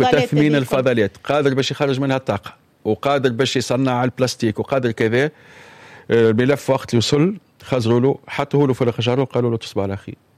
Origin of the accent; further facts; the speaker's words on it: Tunisia; هذا البروبليم اللي عندنا في تونس